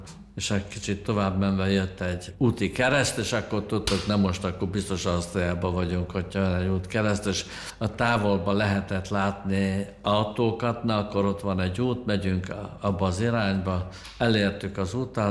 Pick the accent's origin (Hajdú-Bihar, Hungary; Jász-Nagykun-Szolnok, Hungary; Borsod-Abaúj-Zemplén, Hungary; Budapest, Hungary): Budapest, Hungary; moved away as an adult; now in Austria